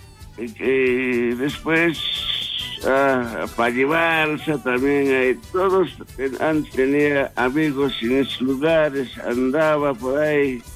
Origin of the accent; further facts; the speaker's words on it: Crucero Belén, Bolivia; born there; moved away; a mi pueblo de Crucero Belén, hace años he dejado, pero me acuerdo.